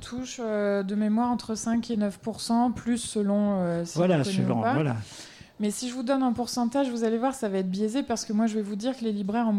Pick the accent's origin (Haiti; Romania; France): France; je dis que je suis française